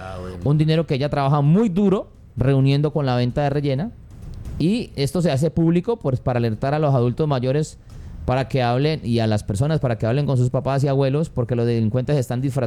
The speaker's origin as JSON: {"language": "Spanish", "country": "Colombia", "said": "todos somos colombianos"}